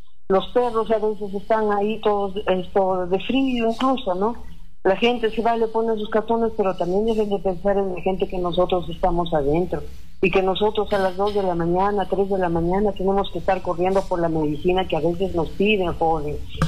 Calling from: Cajamarca, Peru

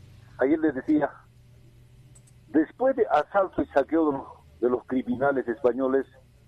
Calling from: Sandia, Puno, Peru; Hoy día había acá en mi tierra corte de luz

